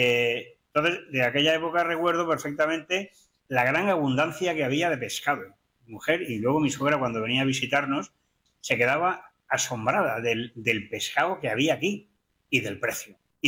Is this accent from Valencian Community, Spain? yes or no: yes; Valencia, Valencian Community, Spain; Bueno, yo procedo de Valencia y allí en Valencia se come muy bien, igual que aquí.